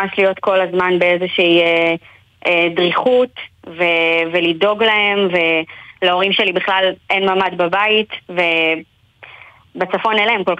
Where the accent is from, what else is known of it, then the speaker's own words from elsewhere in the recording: Nahariya, Northern District, Israel; moved away as an adult; now in central Israel; אני במקור מנהריה, עכשיו כל המשפחה שלי שם, אני גרה במרכז כבר משהו כמו 9 שנים